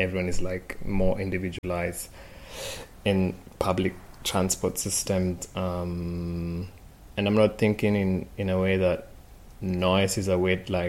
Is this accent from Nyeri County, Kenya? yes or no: no; Nairobi, Kenya; moved away as an adult; now in Berlin, Germany; I was born and raised in Kariokor in Nairobi, which is flats compartments or houses in really